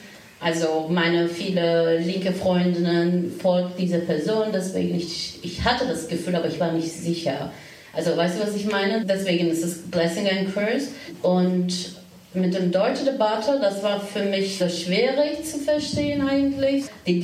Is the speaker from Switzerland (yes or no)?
no; Turkey; German is a second language; moved away as an adult; now in Germany; Syrerin, Türkin und in dieser Beschreibung. Und ich bin in der Türkei geboren und da aufgewachsen.